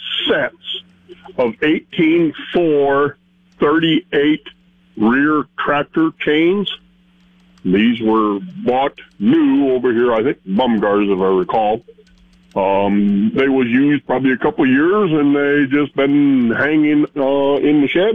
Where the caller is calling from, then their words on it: Crofton, Nebraska, United States; from Crofton.